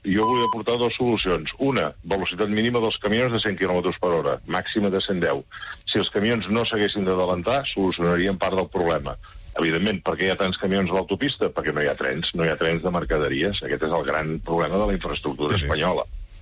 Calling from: Girona, Catalonia, Spain; soc de Girona.

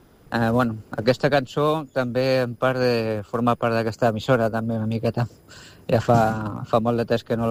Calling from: Mataró, Catalonia, Spain; des d'aquí de Mataró

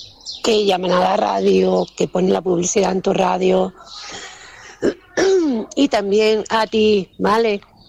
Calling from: Santa Lucía de Tirajana, Canary Islands, Spain; de Santa Lucía

